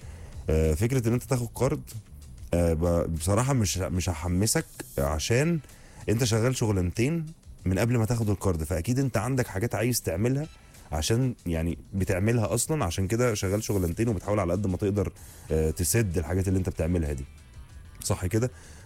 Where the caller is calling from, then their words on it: Alexandria, Alexandria Governorate, Egypt; عامل يا جو، … من الإسكندرية.